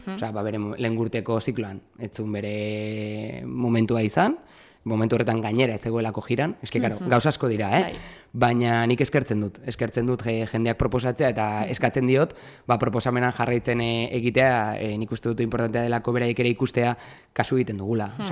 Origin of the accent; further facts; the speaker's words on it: Irun, Basque Country, Spain; Begira, baina Irundarra naiz